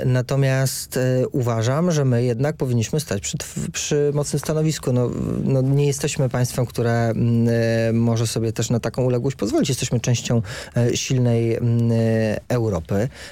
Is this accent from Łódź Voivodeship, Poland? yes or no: yes; Tomaszów Mazowiecki, Łódź Voivodeship, Poland; also born or lived in Piotrków Trybunalski; bo ja nie jestem z Warszawy, z poziomu mojego Tomaszowa Mazowieckiego czy Piotrka Trybunalskiego